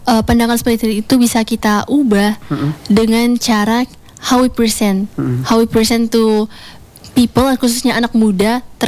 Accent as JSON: {"language": "Indonesian", "town": "Ngela", "country": "Indonesia", "said": "Karena jujur saya adalah orang Ngela, tapi ini yang merupakan kali pertama saya ke Ngela."}